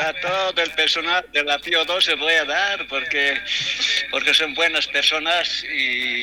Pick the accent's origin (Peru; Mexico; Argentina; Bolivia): Bolivia; born there; moved away; mi pueblo Alto Saucarí